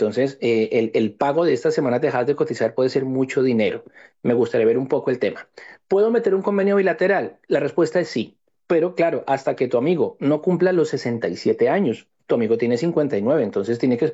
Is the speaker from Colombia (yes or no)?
yes; Colombia; dado que estamos como colombianos en el exterior, aquí podemos decir que han sido como independientes